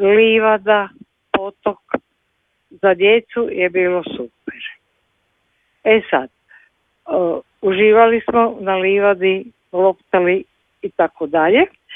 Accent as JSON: {"language": "Croatian", "town": "Zagreb", "region": "City of Zagreb", "country": "Croatia", "tie": "born or raised there", "said": "Rođena sam u Republici Peščenici. Posle drugog svjetskog rata bilo je puno djece, puno voćaka, povrća, livada, potok. Za djecu je bilo super."}